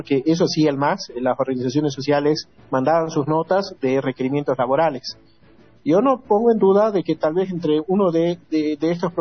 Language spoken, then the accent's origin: Spanish; Bolivia; como bolivianos sí tenemos que analizar qué es lo que le conviene al país